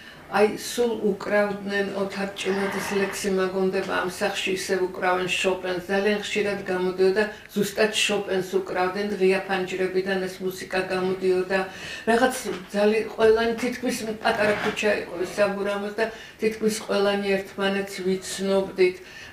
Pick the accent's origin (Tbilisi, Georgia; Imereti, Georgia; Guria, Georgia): Tbilisi, Georgia; born or raised there; moved away